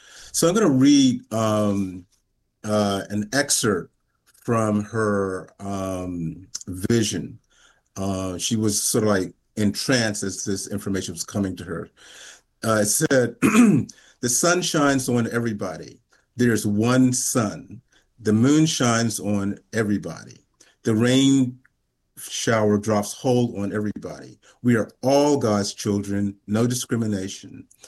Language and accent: English; Washington, District of Columbia, United States; born there; also born or lived in Boston; I was born in Washington, D.C.